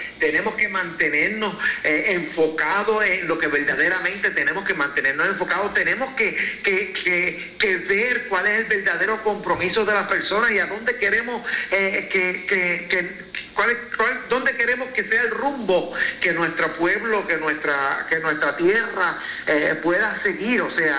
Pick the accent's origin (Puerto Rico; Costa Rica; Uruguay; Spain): Puerto Rico; Nosotros como puertorriqueños nos emocionamos demasiado de mucho con muchas cosas